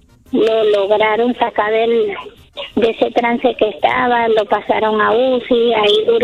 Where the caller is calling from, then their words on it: Maracay, Aragua, Venezuela; Estoy en el Hospital Central de Maracay.